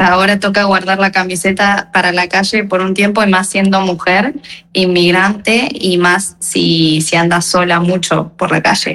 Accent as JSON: {"language": "Spanish", "country": "Argentina", "moved": "yes", "lives_now": "Spain", "said": "se alegraban de que yo sea argentina"}